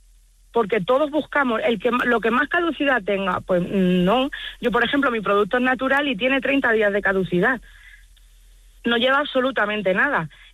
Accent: Cervera, Spain; Yo sin Fademur no habría salido de Cervera.

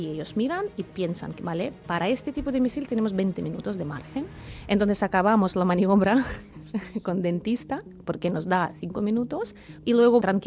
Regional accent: Ukraine; now in Spain; el sentimiento ucraniano que llevo yo, la pertenencia a mi país, a mi nación

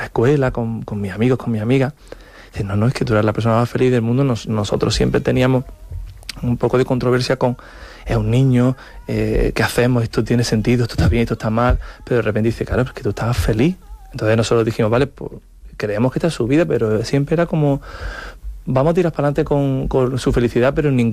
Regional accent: Roquetas de Mar, Andalusia, Spain; Yo soy de un pueblo de Almería, yo soy de Roquetas de Mar, un pueblo que en ese momento yo no tenía ni referente de danza

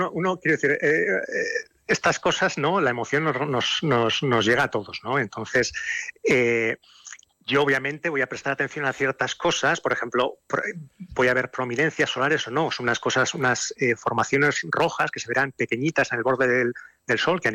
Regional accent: Pamplona, Navarre, Spain; Yo soy de Pamplona, pero tengo mis padres y mis abuelos eran de Lodosa.

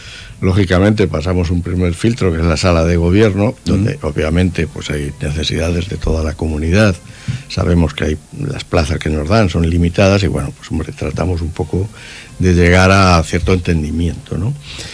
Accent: Tomelloso, Castilla-La Mancha, Spain; Tomelloso, en mi pueblo

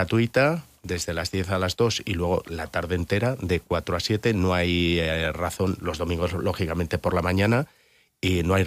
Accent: Palencia, Castile and León, Spain; born there; moved away; Yo es que vivía de pequeño en Palencia

